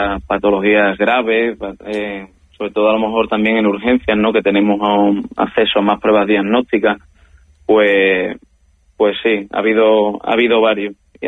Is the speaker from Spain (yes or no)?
yes; Ceuta, Spain; also born or lived in Sevilla; aunque he estado 8 años en Sevilla, en el fondo me considero que soy de Ceuta. Tengo la suerte de conservar los amigos con los que empecé cuando tenía 3 años